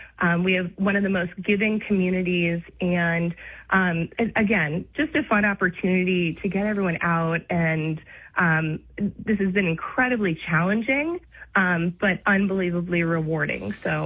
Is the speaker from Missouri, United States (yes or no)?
no; New Jersey, United States; The Chatham Courier or the Daily Record out of Morris County in New Jersey.